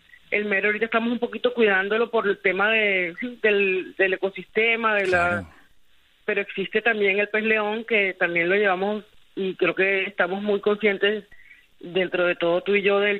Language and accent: Spanish; Caribbean Region, Colombia; Yo no sirvo de nada como costeña, cocinera costeña y reconocida aquí y allá, sin dejar claro que mi herencia y mis conocimientos salen de un territorio